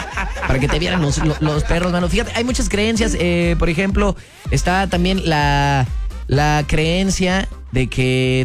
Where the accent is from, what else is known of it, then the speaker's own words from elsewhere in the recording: Córdoba, Veracruz, Mexico; moved away; De la zona de las altas montañas, de Cordobaches.